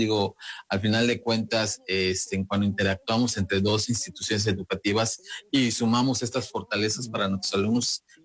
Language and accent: Spanish; Mexico; esto es lo que a nosotros como mexicanos consumidores pues nos blinda esta garantía